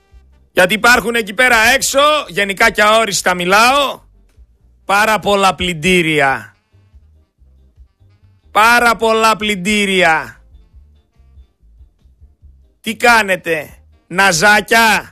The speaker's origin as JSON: {"language": "Greek", "country": "Greece", "said": "σαν Έλληνες πολίτες, σαν Έλληνες φορολογούμενοι"}